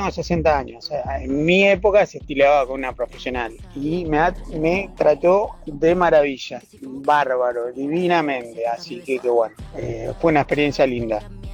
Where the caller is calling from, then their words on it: Torcuato, Buenos Aires Province, Argentina; de Torcuato